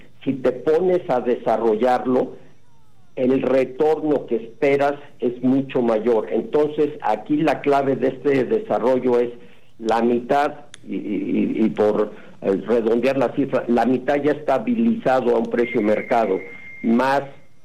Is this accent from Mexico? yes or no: yes; Mexico; lo digo como mexicano en particular